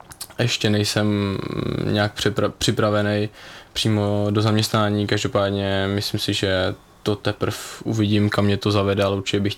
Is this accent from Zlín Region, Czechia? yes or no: no; Chrudim, Pardubice Region, Czechia; Já jsem z Chrudimi.